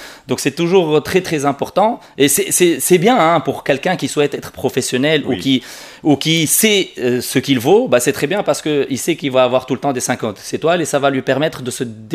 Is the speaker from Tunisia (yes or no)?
yes; Tunisia; on est Tunisien, on vit en Tunisie mais on sort pas du quartier